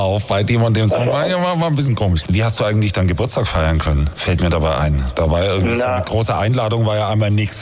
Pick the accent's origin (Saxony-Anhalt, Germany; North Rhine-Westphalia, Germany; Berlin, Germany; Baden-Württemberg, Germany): Baden-Württemberg, Germany; Stuttgart; Weißt du, was das bei uns in Stuttgart heißt?